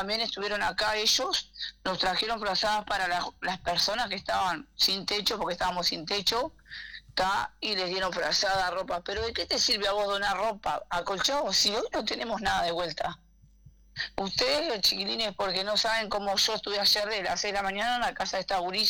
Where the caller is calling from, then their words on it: Montevideo, Uruguay; yo soy de Montevideana, yo hace 4 años que vivo acá